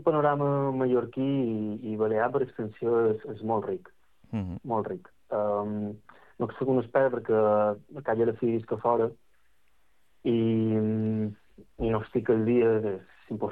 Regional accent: London, United Kingdom; bé, jo que vinc de Londres, doncs tu m'apareix un cel

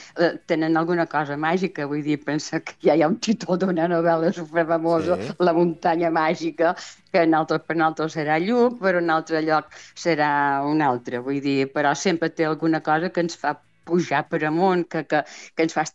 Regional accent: Balearic Islands, Spain

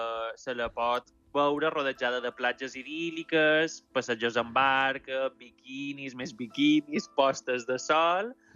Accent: Balearic Islands, Spain; now in Barcelona, Spain; jo normalment resideixo a Barcelona i sempre que me demanen d'on soc, perquè ja ho intueixen amb el meu accent, me diuen, jo estiuetge a Menorca. O sigui, és la resposta... Sempre, en el meu, soc de Mallorca.

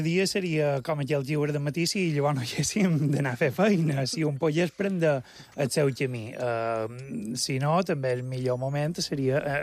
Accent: Felanitx, Balearic Islands, Spain; Vaig néixer a Felanitx. Hi faig feina

